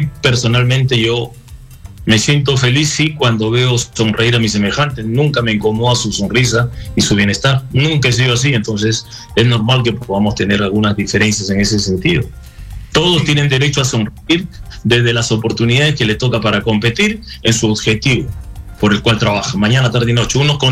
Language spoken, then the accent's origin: Spanish; Peru